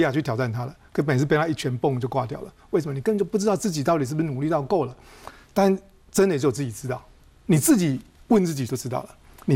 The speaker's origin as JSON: {"language": "Chinese", "region": "Kaohsiung", "country": "Taiwan", "tie": "born or raised there", "also_born_or_lived": "Taipei", "moved": "yes", "said": "我家在高雄，那我外婆跟外公就经营的是那种叫舶来品的百货行。"}